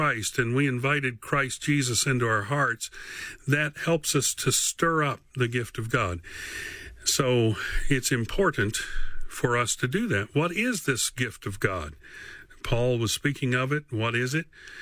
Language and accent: English; Morrison City, Tennessee, United States; Now, I grew up in Northeast Tennessee. I grew up in a little community called Morrison City.